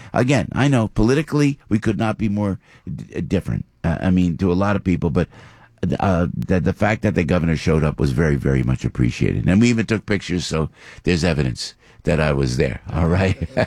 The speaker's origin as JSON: {"language": "English", "town": "Passaic", "region": "New Jersey", "country": "United States", "tie": "born there", "said": "That's where I was born in Passaic."}